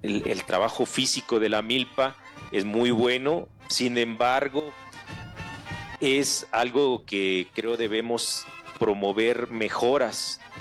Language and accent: Spanish; Mexico